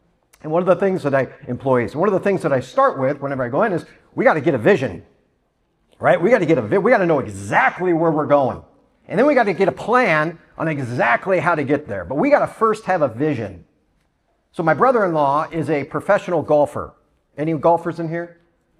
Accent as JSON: {"language": "English", "town": "Des Moines", "region": "Iowa", "country": "United States", "said": "Well, as was said … I'm from Des Moines, Iowa."}